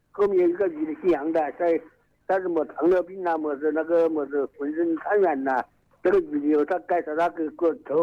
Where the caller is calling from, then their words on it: Jiayu, Hubei, China; 我是嘉鱼的，潘家湾的。